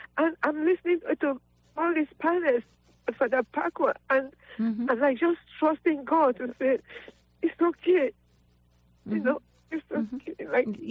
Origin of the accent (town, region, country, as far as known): Nigeria